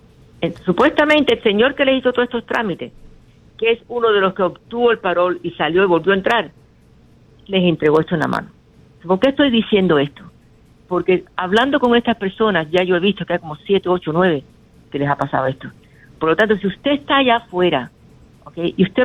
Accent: New York, United States; born there; also born or lived in Cuba; A mí me trajeron de Cuba en el año 62. Yo tenía 8 años. Yo me crié en Nueva York. Es otro sistema de vida ahí arriba.

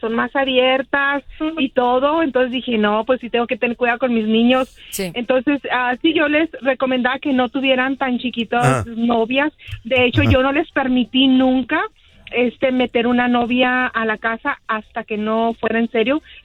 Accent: Chihuahua, Mexico; Yo soy de Chihuahua.

